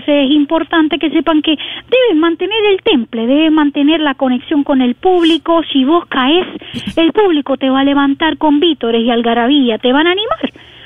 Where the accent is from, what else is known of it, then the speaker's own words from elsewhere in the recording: Argentina; burda es venezolano, yo soy argentina